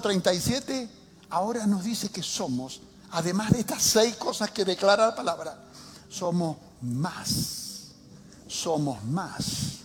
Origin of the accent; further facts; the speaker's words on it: Mendoza, Argentina; Por eso los menducos andamos